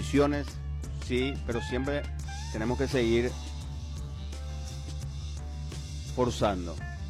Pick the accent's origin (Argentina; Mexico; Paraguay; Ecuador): Paraguay; seguimos siendo paraguayos.